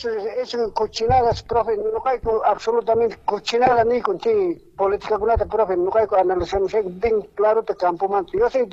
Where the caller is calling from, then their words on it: Peru; yo soy de Vista Alegre, Santa Cara.